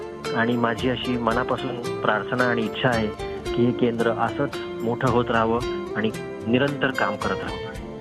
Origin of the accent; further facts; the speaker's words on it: Nagpur, Maharashtra, India; कारण मी मुळात नागपूरचा आहे